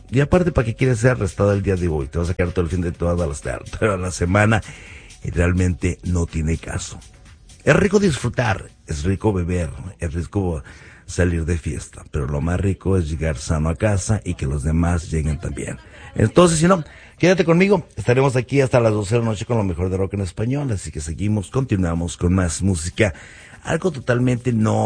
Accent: Mexico; now in Kansas City, United States; uno de los días importantes también en nuestra vida como latinos, como mexicanos

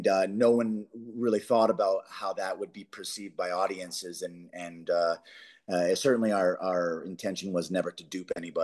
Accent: Canada; I'm Canadian. I love Canada, born and raised.

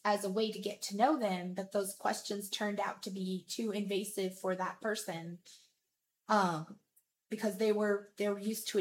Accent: Deep South, United States; now in West Coast, United States; Like, we're here on the West Coast right now. I am from the Deep South.

